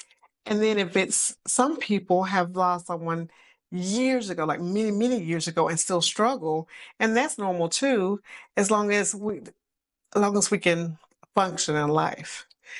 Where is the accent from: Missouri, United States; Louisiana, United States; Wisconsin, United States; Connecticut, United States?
Louisiana, United States; New Orleans; moved away; that's why New Orleans is my baby. Like, I'm always going to put NOLA first, you know, because that's my hometown.